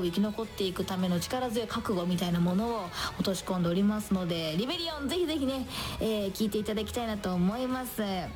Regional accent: Nagoya, Aichi, Japan; moved away; 私の地元名古屋

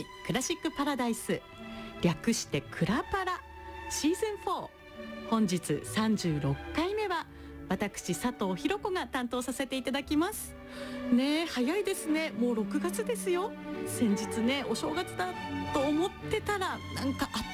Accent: Yamagata, Japan; now in Tokyo, Japan; 私のふるさと山形ではさくらんぼの季節です。

